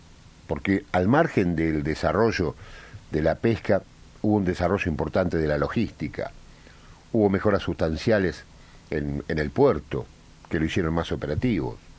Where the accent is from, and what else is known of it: Argentina